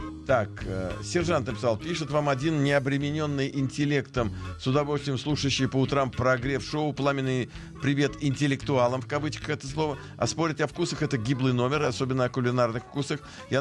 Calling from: Israel; Всем рахмат, я капер из Израиля.

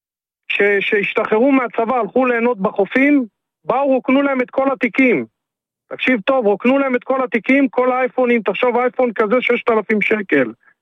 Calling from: Central District, Israel

